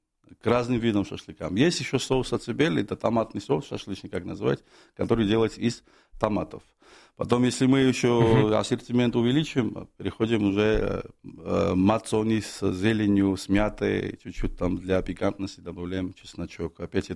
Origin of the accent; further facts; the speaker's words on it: Georgia; Russian is a second language; now in Moscow, Russia; так как я представитель прекрасной Грузии, я из Грузии, я давно в России, в Москве